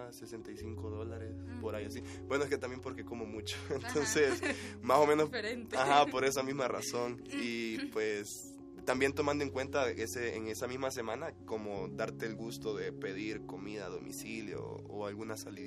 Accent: El Salvador; moved away as an adult; now in Puebla, Mexico; tampoco es como allá que nuestro país es muy pequeño

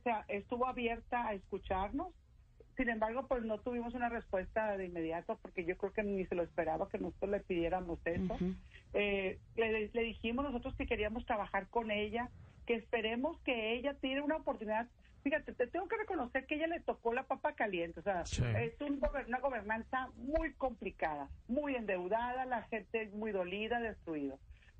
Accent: Sinaloa, Mexico; que así somos los sinaloenses.

